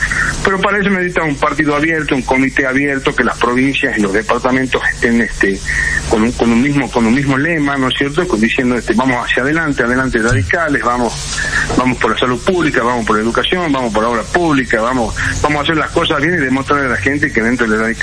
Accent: Rosario de la Frontera, Salta, Argentina

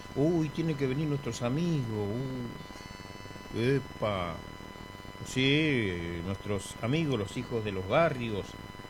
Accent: Presidencia de la Plaza, Chaco, Argentina; moved away; a toda mi gente de mi pueblo, Presidencia de la Plaza, en el Chaco. Ahí tengo a mis parientes fuera

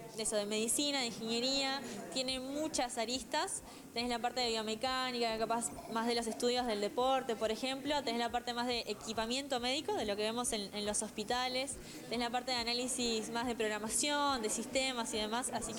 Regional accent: Artigas, Uruguay; moved away as an adult; now in Fray Bentos, Uruguay; Yo soy de Artigas

